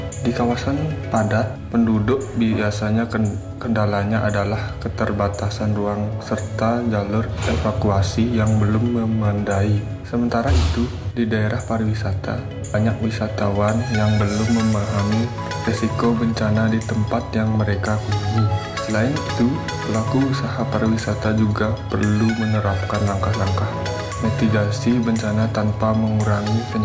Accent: Kuta Selatan, Bali, Indonesia; Saya berasal dari Kutu, Kutu Selatan.

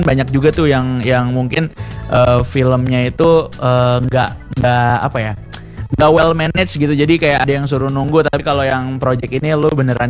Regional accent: Manado, North Sulawesi, Indonesia; Tapi gue orang Manado, belum pernah ke Manado.

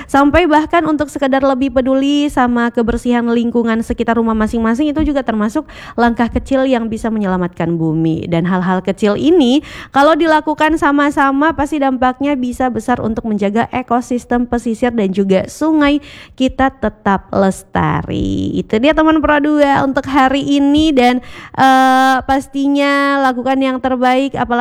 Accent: South Sulawesi, Indonesia; tanggung jawab kita bersama sebagai warga Sulawesi Selatan.

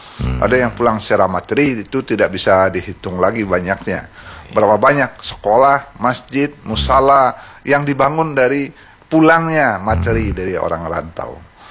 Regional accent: Pariaman, West Sumatra, Indonesia; Dia perantau Minang. Saya dari Pariaman.

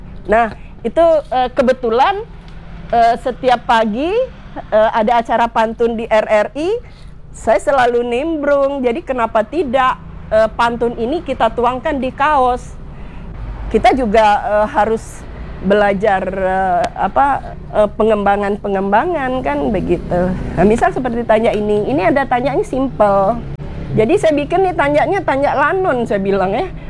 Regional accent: Natuna, Riau Islands, Indonesia; di tempat kita ini kan identik kan kita Melayu.

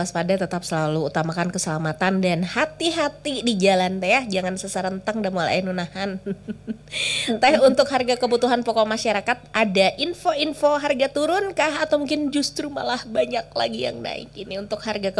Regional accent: Bandung, West Java, Indonesia; saya orang Bandung Selatan.

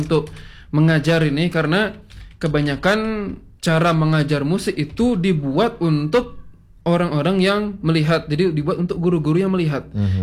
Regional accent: Bali, Indonesia; Jadi bagaimana kita sebagai orang Bali

